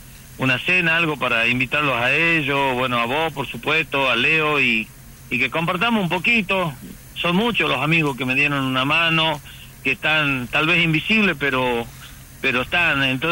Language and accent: Spanish; Argentina; sigamos diciendo que somos argentinos.